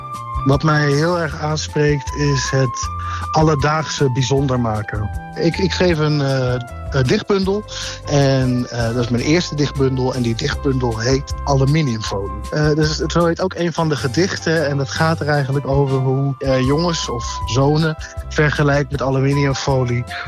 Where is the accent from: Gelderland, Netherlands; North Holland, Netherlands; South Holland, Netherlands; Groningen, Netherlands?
Gelderland, Netherlands; Zutphen; now in Utrecht, Netherlands; Ik ben 28 jaar. Ja, ik ben in Zutphen opgegroeid.